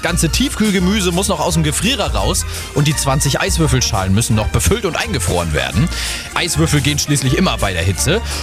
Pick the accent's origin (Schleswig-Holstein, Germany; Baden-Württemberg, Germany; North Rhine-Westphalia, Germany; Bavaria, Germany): Schleswig-Holstein, Germany; Ja, so die ganz krassen Temperaturen sind wir Schleswig-Holsteiner ja gar nicht mehr gewohnt.